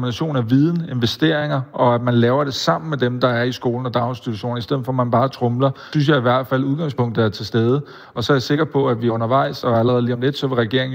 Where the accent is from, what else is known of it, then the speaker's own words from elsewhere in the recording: Køge, Zealand, Denmark; jeg er jo fra Køge, så jeg er jo født optimist